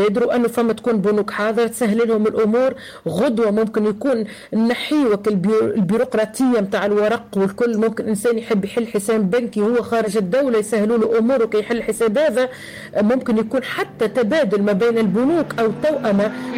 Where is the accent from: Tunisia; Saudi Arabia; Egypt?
Tunisia; احنا عندنا في تونس